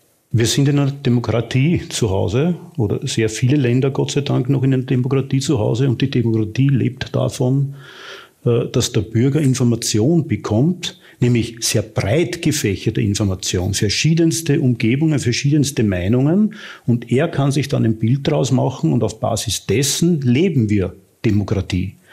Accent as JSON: {"language": "German", "country": "Austria", "said": "Und da sind wir als Österreicher genau mittendrin."}